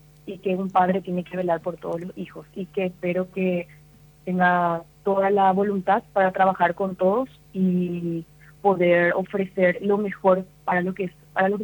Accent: Paraguay; antes somos paraguayos y patriotas y después somos profesionales de blanco

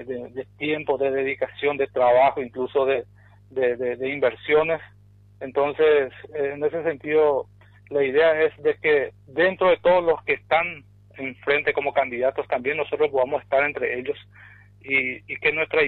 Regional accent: Presidente Franco, Alto Paraná, Paraguay; born there; Yo nací acá en Presidente Franco, soy pionero, incluso mis padres son pioneros.

